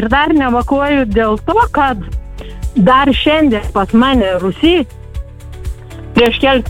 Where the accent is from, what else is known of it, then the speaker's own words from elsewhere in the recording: Samogitia, Lithuania; kaip mes žemaičiai sakom